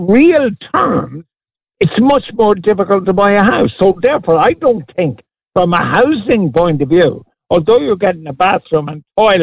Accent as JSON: {"language": "English", "town": "Cork", "region": "Munster", "country": "Ireland", "tie": "born or raised there", "moved": "as an adult", "lives_now": "Foxrock, Ireland", "said": "Those 20 years I spent in that house growing up in Cork were happy. Am I happier now in Leafy Fox Rock?"}